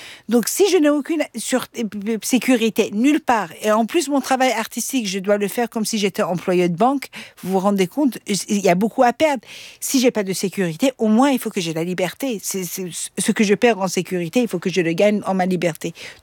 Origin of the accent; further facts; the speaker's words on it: Austria; first language Persian; French is a second language; Je parlais le persan, mes parents ils m'ont mis dans une école francophone, après j'ai grandi en Autriche, voilà, après j'ai, l'anglais il fallait quand même le parler, je me suis mariée avec un Suédois